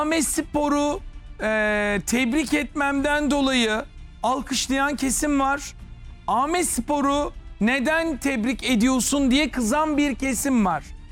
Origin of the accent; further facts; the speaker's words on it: Ankara, Turkey; ben bir Ankaralı olarak içinizden bir... sonuçta ben Kürt değilim.